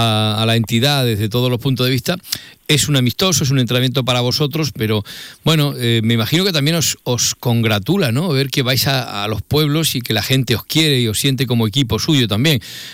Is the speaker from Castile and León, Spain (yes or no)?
no; Villacarrillo, Andalusia, Spain; ¿cómo van las ferias de mi pueblo?